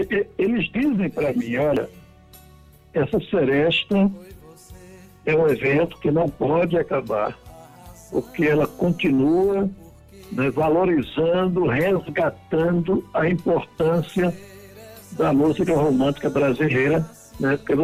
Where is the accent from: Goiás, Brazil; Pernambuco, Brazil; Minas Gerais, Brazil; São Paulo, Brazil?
Pernambuco, Brazil; Carnaíba; eu sou um cara do interior. Sou de Carnaíba, que é a terra do grande